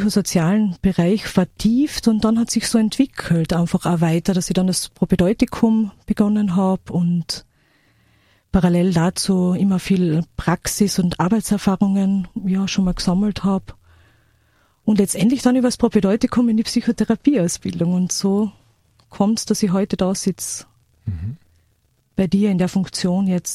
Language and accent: German; Villach, Carinthia, Austria; Ich bin in Villach Stadt geboren und habe dann letztlich in Villach Land, also in Kärnten, dann meine Kindheit und Schulzeit verbracht.